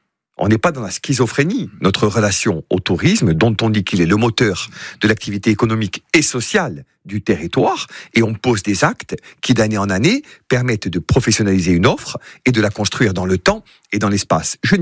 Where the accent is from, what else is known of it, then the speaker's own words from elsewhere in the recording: Corsica, France; et tout simplement en tant que Corse